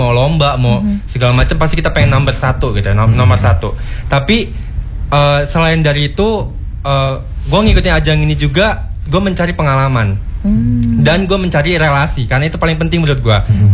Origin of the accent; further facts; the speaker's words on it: Lampung, Indonesia; also born or lived in Palembang; gue asli Lampung Palembang